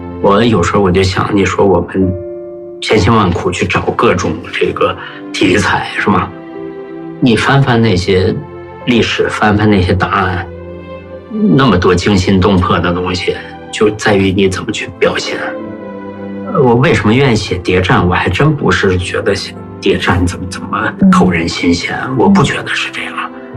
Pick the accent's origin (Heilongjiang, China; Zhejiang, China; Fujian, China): Heilongjiang, China; 因为我本身是黑龙江人嘛，小说文目多，我对那块土地特别熟悉嘛。